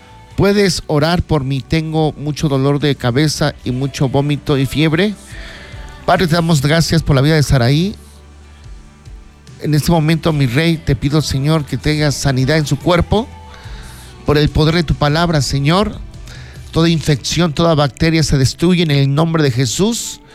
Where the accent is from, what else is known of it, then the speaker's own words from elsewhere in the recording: Guadalajara, Jalisco, Mexico; now in Huautla de Jiménez, Mexico; Llegamos en el año 2021, venimos de Guadalajara, Jalisco, y por su misericordia ya en el mes de septiembre, si Dios nos permite la vida, estaremos cumpliendo 5 años. Aquí estamos establecidos, aquí en Huautla de Jiménez